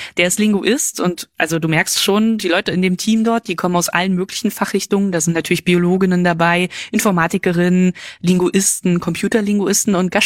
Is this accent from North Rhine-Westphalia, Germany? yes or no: no; Berlin, Germany; accent: Berlinisch; Und ich komme aus Berlin und wenn ich dann auch noch mehr Berlinere, dann sage ich Hake und Hacke.